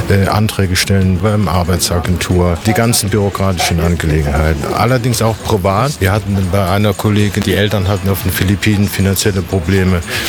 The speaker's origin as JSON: {"language": "German", "town": "Trier", "region": "Rhineland-Palatinate", "country": "Germany", "said": "Also ich bin aus Trier"}